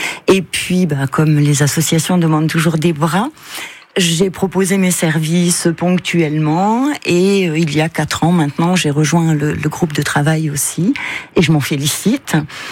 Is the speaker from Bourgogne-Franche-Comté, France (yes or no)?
yes; Bourgogne-Franche-Comté, France; moved away as an adult; also born or lived in Héricourt; je suis originaire du Doubs à la base. Je suis venue à Héricourt il y a une paire d'années maintenant pour des motifs professionnels. J'ai apprécié cette ville, je m'y suis installée, j'y ai résidé pendant très longtemps et j'ai encore des attaches importantes.